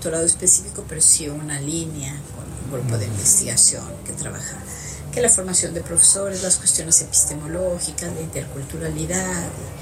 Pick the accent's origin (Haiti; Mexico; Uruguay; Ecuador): Mexico